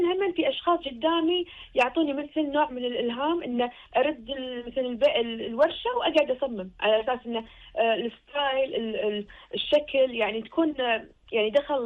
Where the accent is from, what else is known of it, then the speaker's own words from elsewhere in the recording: Kuwait; عندنا بالكويت